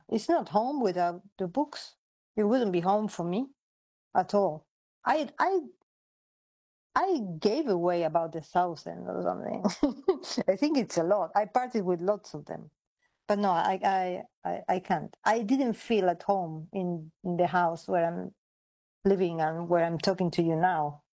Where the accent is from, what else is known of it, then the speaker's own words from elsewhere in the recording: Buenos Aires, Argentina; first language Spanish; English is a second language; No, it was mostly in translation, because in Buenos